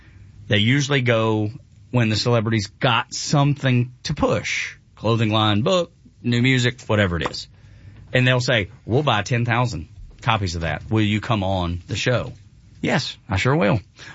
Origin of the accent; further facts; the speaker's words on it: Dalton, Georgia, United States; I love it up there. Cause I'm from Dalton.